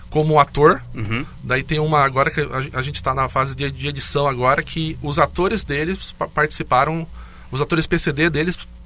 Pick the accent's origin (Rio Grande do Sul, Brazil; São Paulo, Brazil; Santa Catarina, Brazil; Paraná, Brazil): Santa Catarina, Brazil; Joinville; accent: Joinville; Tudo de Joinville daqui. Um comentário legal do Instagram foi: nossa, eles têm o sotaque aqui de Joinville.